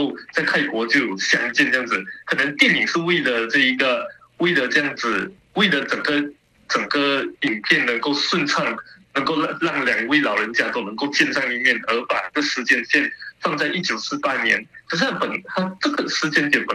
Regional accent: Malaysia; accent: Malaysian; 我用我们马来西亚的口音

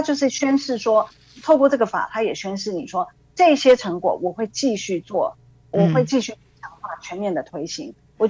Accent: Taiwan; 因为我们台湾人也会常听到中华民族，

